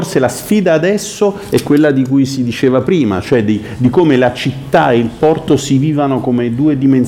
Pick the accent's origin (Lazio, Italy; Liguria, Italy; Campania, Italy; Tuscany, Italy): Campania, Italy; Naples; Io sono napoletano